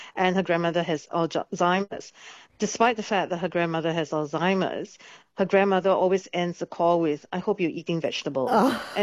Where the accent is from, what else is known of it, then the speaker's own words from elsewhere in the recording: Singapore; growing up in Singapore, we have something called wok hei, right?